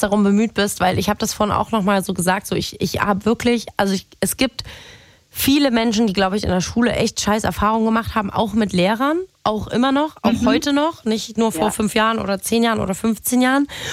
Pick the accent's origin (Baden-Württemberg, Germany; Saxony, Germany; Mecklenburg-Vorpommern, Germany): Saxony, Germany; accent: Saxon; Und ich zum Beispiel, ich komme aus Sachsen. Und ich kann richtig gut sächseln.